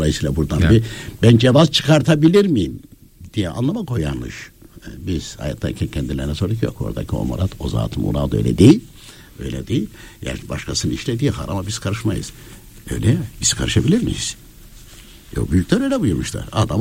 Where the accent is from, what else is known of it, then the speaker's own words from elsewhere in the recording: Konya, Turkey; Şimdi ben Konyalıyım.